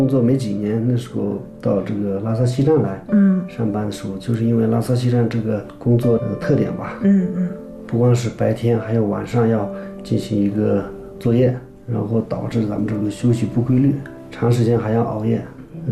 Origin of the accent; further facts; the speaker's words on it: Tibet, China; born there; 然后想当初我也是选择这个专业建设咱们的家乡，